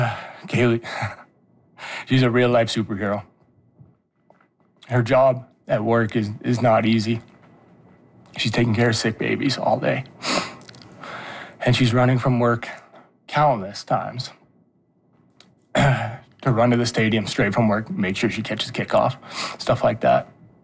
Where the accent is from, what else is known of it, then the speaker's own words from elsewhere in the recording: Saskatchewan, Canada; born there; this is our home, right? We're from Saskatchewan. This is where we're born. This is where we live.